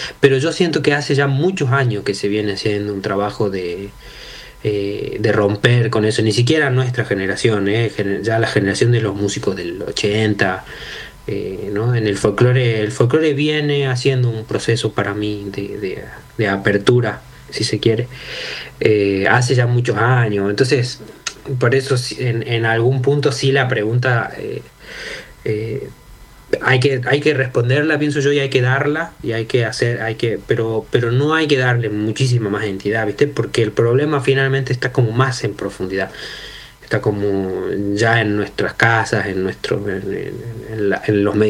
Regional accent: Argentina; Si finalmente somos argentinos y formamos parte de esa red, de esa cultura nacional o folclórica

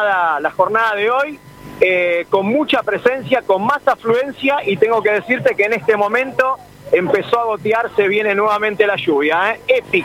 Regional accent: Buenos Aires, Argentina; No, no, soy acá de la Ciudad

